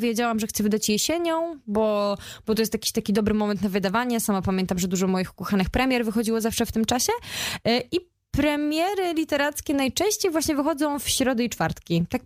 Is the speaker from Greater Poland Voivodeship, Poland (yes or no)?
no; Opole, Opole Voivodeship, Poland; bo ja jestem Opolanką